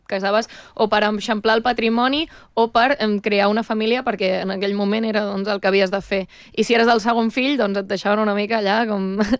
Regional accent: Catalonia, Spain; jo, tot i que sóc catalana i òbviament conec la cultura catalana

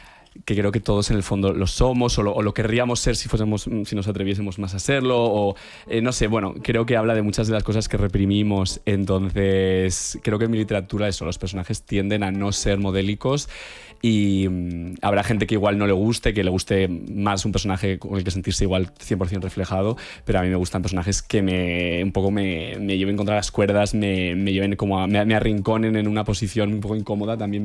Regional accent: Navarre, Spain; En mi caso, yo también vengo de un pueblo de Navarra.

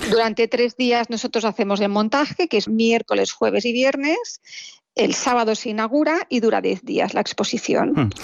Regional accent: Girona, Catalonia, Spain; somos gente de Girona que durante todo el año estamos preparando un proyecto que se elabora en 3 días

